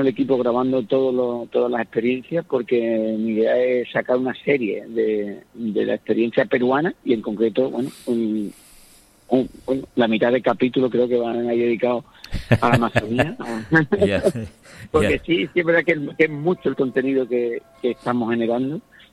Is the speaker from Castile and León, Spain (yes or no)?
no; Huelva, Andalusia, Spain; yo soy de Huelva, del sur de España, de Andalucía, y ahí tenemos el culantro, porque además somos la única región de Europa a la que llamamos culantro, como se llama aquí.